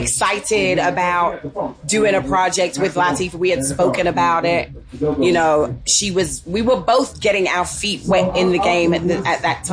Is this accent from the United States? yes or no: no; United Kingdom; moved away; being West Indian, being of West Indian descent and growing up in the UK